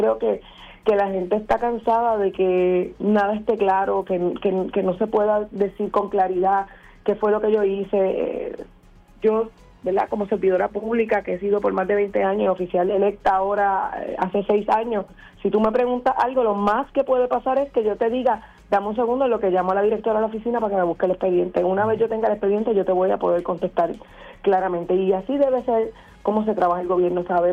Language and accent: Spanish; Carolina, Puerto Rico; Yo soy de Carolina